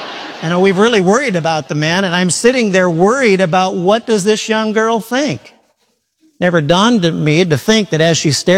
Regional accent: Midwest, United States; I'm from the Midwest.

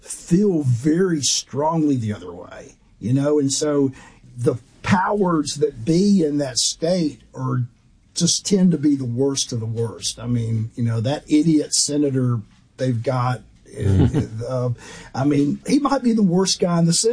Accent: Alabama, United States; my home state is obviously, there's a lot of bad things you could say about Alabama, but there's also some really good things

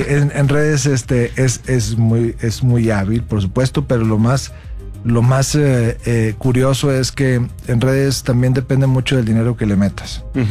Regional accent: Nuevo León, Mexico; como somos los regios y como somos la gente de Nuevo León, somos muy directos, muy francos

